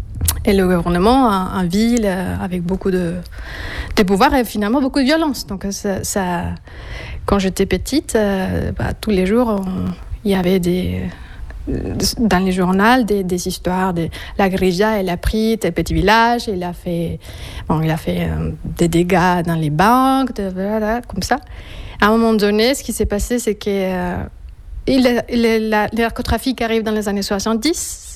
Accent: Colombia; moved away; Après, je suis très ignorante dans beaucoup de choses et ça fait 12 ans que je suis partie de Colombie.

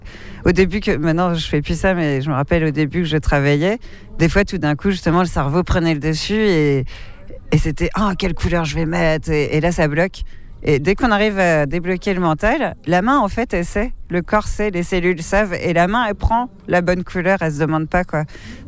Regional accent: Guadeloupe, France; moved away; Je viens en France de Guadeloupe, enfin, c'est la France aussi, mais bref, je viens en métropole

